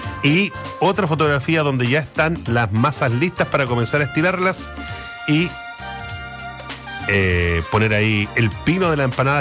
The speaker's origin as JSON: {"language": "Spanish", "country": "Chile", "said": "Algo le pegamos, porque también somos chilenos"}